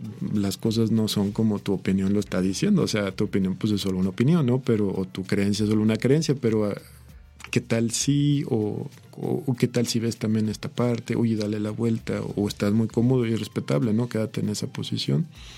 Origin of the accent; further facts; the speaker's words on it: Chiapas, Mexico; Yo vengo de una zona, yo soy chiapaneco, entonces crecí no solo en una zona con en ese tiempo mucha vegetación, sino tenía a la mano como muchas ruinas de no eran mayas ni olmecas